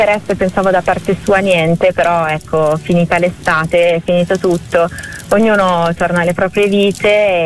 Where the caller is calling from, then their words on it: Milan, Lombardy, Italy; Adesso sto al nord, sarei di Milano, ma mi sono trasferita qualche anno fa a Varese.